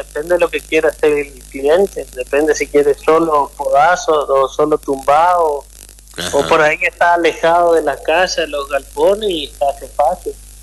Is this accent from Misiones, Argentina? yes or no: yes; Misiones, Argentina; Nosotros somos de Misiones.